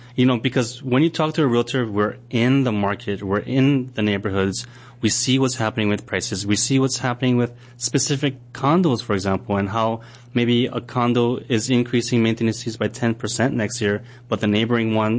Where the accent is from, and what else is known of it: Kaneohe, Hawaii, United States; born or raised there